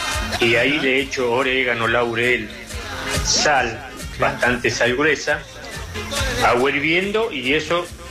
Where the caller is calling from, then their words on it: Puerto Madryn, Chubut, Argentina; yo les hablo de Puerto Madryn.